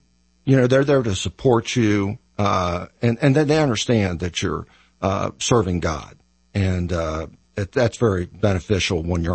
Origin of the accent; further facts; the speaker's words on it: Westerville, Ohio, United States; born there; I grew up in the Catholic faith. I went to school at St. Paul's in Westerville and graduated from St. Francis de Sales